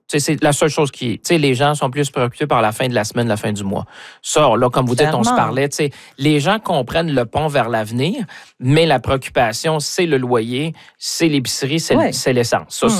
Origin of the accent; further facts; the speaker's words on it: Shawinigan, Quebec, Canada; moi, je viens de Shawinigan, évidemment, c'est une autre réalité.